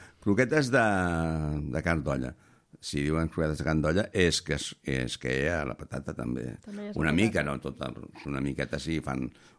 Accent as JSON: {"language": "Catalan", "town": "Barcelona", "region": "Catalonia", "country": "Spain", "said": "Jo sóc de Barcelona i encara que porto molt temps aquí, tant en quant se m'escapa un espanyolada."}